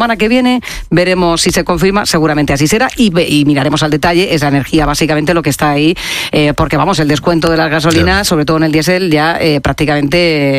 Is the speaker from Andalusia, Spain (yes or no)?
no; Region of Murcia, Spain; desde mi tierra querida, desde Murcia, en Jumilla